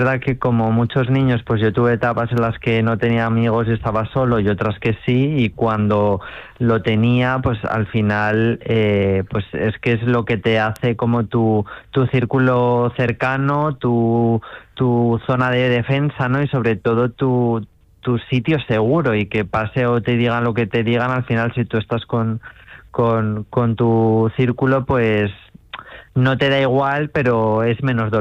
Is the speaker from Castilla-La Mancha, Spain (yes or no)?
yes; Marchamalo, Castilla-La Mancha, Spain; se me influenció mucho en no relacionarme con gente de mi pueblo y bueno, pues al final yo empecé en un club de competición fuera de Marchamalo y al final estudié posteriormente en Guadalajara y en Madrid.